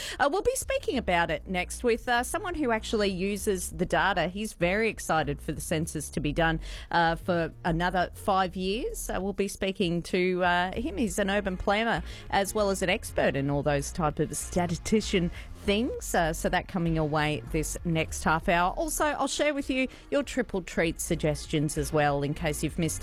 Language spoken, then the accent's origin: English; Gold Coast, Queensland, Australia; I grew up on the Gold Coast